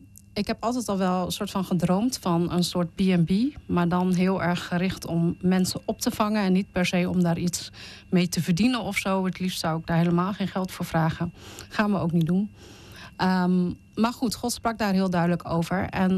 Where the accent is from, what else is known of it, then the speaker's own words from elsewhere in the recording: Indonesia; now in Netherlands; Ik kom uit Indonesië en ben geadopteerd naar Nederland verhuisd. En mijn geboortebewijs ligt nog in Indonesië.